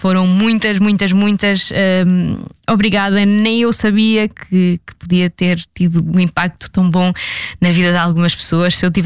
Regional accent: Centro, Portugal; now in Lisbon, Portugal; vou deixar Lisboa, vou voltar para, para o sítio onde eu nasci e cresci, que é na zona de Aveiro.

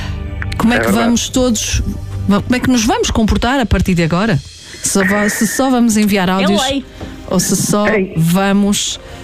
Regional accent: Norte, Portugal; accent: northern accent (pronúncia do Norte); Ainda por cima somos os dois com pronúncia do Norte

